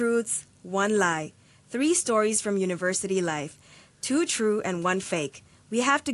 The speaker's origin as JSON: {"language": "English", "country": "Hong Kong", "tie": "born there", "said": "a Hong Kong-born Bangladeshi."}